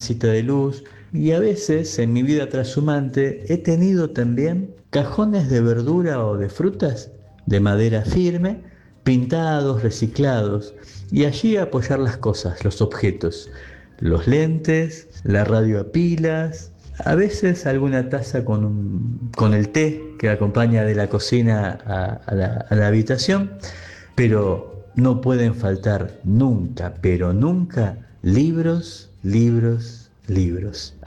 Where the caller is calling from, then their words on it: San Luis, Argentina; desde San Luis.